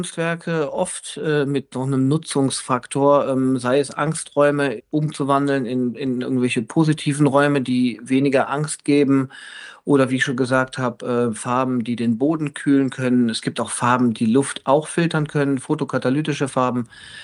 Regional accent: Aachen, North Rhine-Westphalia, Germany; Das war in Aachen, wo ich herkomme, eine Protestaktion gegen den Bau eines Shoppingcenters

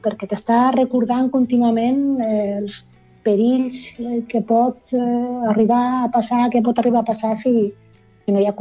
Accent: Barcelona, Catalonia, Spain; now in Berlin, Germany; Jo soc de Barcelona.

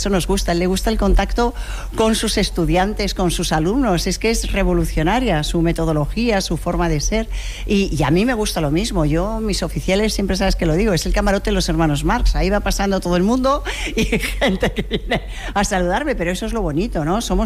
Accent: Madrid, Community of Madrid, Spain; moved away as an adult; also born or lived in Alicante; soy madrileña y soy muy provinciana.

